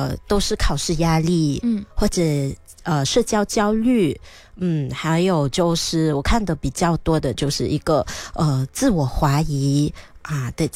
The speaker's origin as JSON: {"language": "Chinese", "country": "Malaysia", "said": "我们马来西亚人会比较常用这样的情绪去调整自己"}